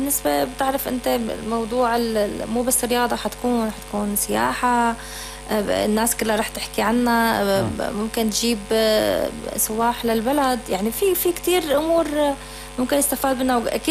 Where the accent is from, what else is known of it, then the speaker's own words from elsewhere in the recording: Syria; عندنا بسوريا